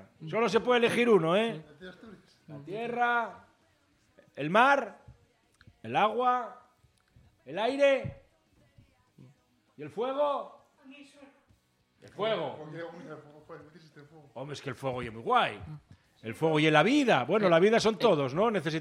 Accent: Asturias, Spain; Que somos asturianos, maldita sea.

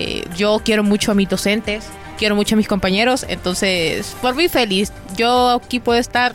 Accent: Tegucigalpa, Francisco Morazán, Honduras; Sí, yo soy de Tegucigalpa.

